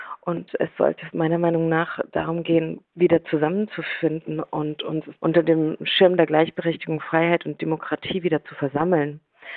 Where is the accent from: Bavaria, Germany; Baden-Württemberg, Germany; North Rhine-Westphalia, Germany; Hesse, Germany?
Bavaria, Germany; ich bin Exil-Ungarin, ein Teil von mir. Ich bin Bayerin und vor allen Dingen bin ich Europäerin